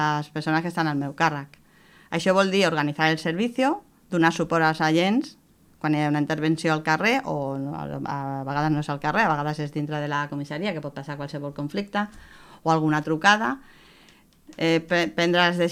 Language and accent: Catalan; Vilassar de Mar, Catalonia, Spain; born there; moved away as an adult; also born or lived in Argentona; now in Mataró, Spain; No, venia de Mataró. Ah. Després de petita vaig anar a viure a Vilassar de Mar. I després vaig vindre aquí, a Argentona, i ara he tornat a Mataró.